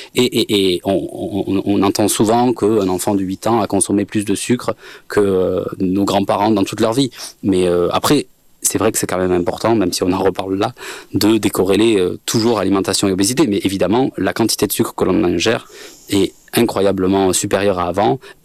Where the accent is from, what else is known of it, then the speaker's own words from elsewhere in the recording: Béziers, Occitanie, France; moi je suis originaire de Béziers, où il y a du rugby présent